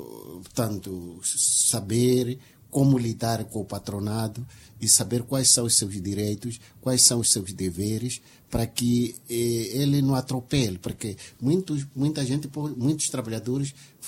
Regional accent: Mozambique

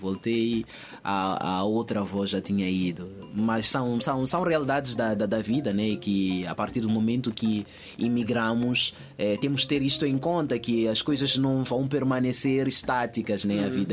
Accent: Mozambique; born or raised there; now in Portugal

